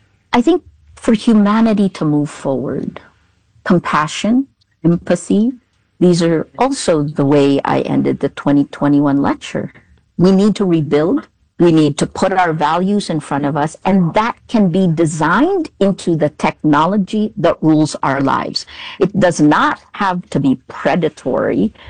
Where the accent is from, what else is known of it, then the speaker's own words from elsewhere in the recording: Philippines; Because I come from the Philippines.